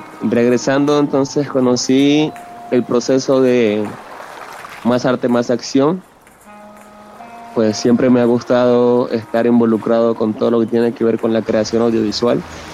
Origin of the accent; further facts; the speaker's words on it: Buenaventura, Valle del Cauca, Colombia; also born or lived in Chocó; Nací aquí, en Buenaventura. Pero aparte de mi existencia hasta ahora, está permeada por el mar. Me fui un tiempo a vivir en el Chocó